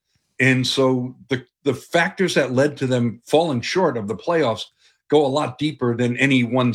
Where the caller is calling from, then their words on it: Phoenix, Arizona, United States; Wish I was clocking in from Atlanta instead of Phoenix.